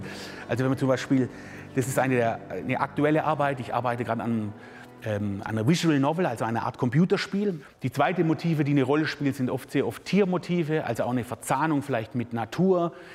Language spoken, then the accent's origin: German; Danube Valley, Baden-Württemberg, Germany; ich komme aus dem Donautal. Ich bin Donautal-Künstler.